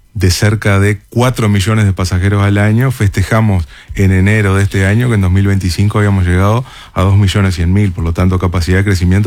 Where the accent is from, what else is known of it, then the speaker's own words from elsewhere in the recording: Salto, Uruguay; yo soy de Salto